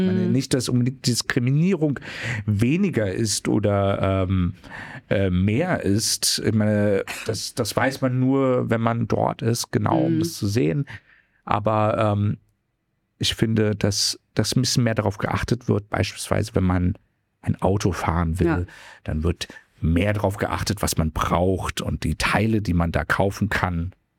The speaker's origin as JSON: {"language": "German", "region": "Berlin", "country": "Germany", "said": "aber ich sehe mich ja auch hauptsächlich als Berliner"}